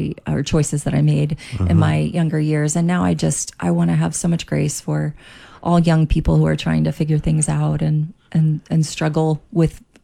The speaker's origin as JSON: {"language": "English", "town": "Miami", "region": "Florida", "country": "United States", "tie": "born or raised there"}